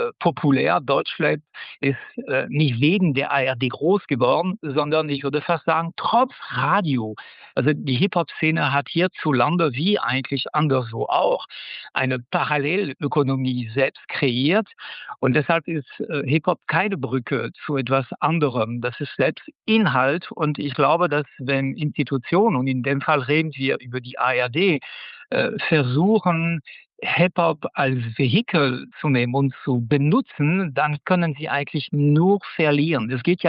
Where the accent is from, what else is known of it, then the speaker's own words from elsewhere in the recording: France; Ja, also als Franzose habe ich mich immer über den allgemeinen Popmusikgeschmack hierzulande gewundert.